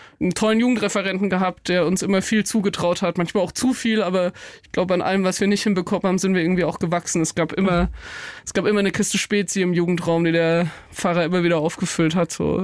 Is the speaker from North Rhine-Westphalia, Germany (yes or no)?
no; Nittenau, Bavaria, Germany; Ich meine, ich bin in Nittenau aufgewachsen, es ist wirklich mitten im Bayerischen Wald, also in der Oberpfalz.